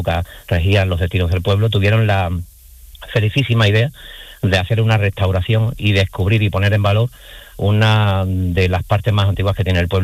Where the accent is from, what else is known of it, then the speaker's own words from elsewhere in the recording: La Redondela, Andalusia, Spain; Pues mire, Inmaculada, mi pueblo es un pueblo todavía pequeñito, creo que conserva esa particularidad dentro del auge inmobiliario y turístico que ha ido experimentando la costa de Huelva. La Redondela se ha ido manteniendo en su casco urbano